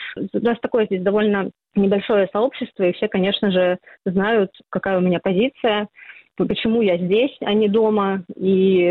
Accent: Russia; они узнавали, что мы из России, у нас там дети замыкались на какое-то время, им нужно было смириться, привыкнуть, что вот мы из России, но мы не те люди, которые их обижали

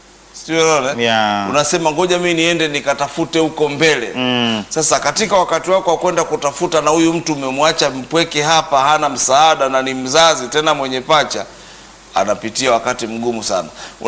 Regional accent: Handeni District, Tanga Region, Tanzania; mimi nimekulia sana mkoa wa Tanga, wilaya ya Handeni.

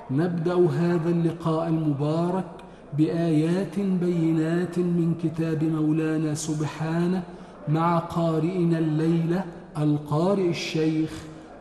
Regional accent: Egypt

